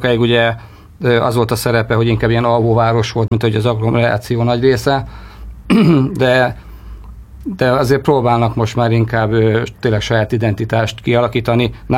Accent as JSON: {"language": "Hungarian", "town": "Vecsés", "region": "Pest", "country": "Hungary", "tie": "born or raised there", "also_born_or_lived": "Szabolcs-Szatmár-Bereg (birth) / Kemecse", "said": "én Üllőn és Vecsésen nőttem fel, mondhatni, hogy az mellett, hogy Szabolcsba születtem, egy 8 kilométeres körzeten belül éltem le az eddigi életemet. 2 teljesen eltérő városról beszélünk, Üllő egy ősi magyar város, több mint 1000 éves"}